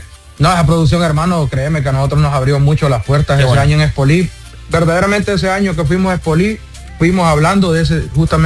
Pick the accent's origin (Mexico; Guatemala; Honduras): Honduras; No, la verdad que sí, somos hondureños.